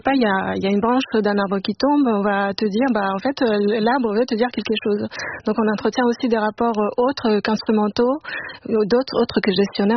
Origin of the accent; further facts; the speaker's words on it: Colombia; moved away as an adult; now in France; en Colombie, mon pays d'origine.